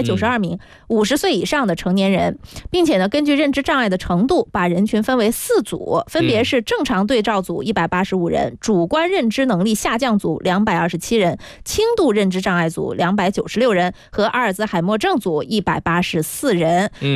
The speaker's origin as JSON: {"language": "Chinese", "region": "Guangdong", "country": "China", "said": "咱们广东人"}